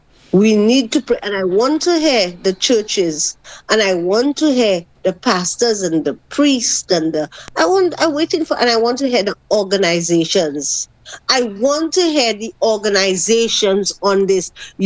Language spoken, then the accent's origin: English; St. Lucia